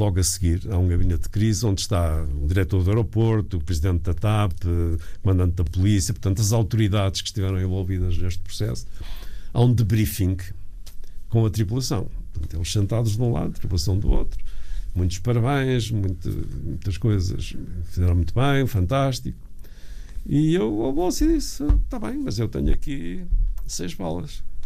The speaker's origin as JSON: {"language": "Portuguese", "town": "Vila do Conde", "region": "Norte", "country": "Portugal", "said": "nós, como eu disse, somos de Vila de Conde."}